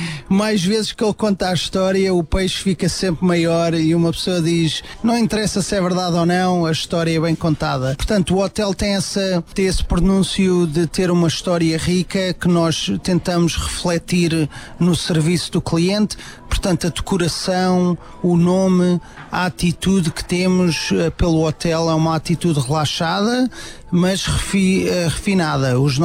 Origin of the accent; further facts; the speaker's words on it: Portugal; now in West Palm Beach, United States; Sou português, estou aqui nos Estados Unidos há 22 anos a fazer hotelaria